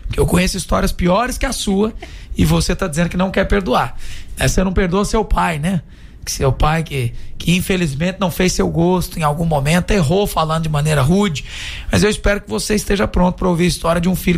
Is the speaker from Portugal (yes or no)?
no; Goiás, Brazil; como nós goianos aqui